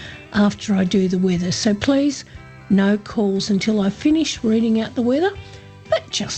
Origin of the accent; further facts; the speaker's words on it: Horsham, Victoria, Australia; This morning I'm broadcasting out of my hometown of Horsham and we're situated in the Woomera region of Western Victoria.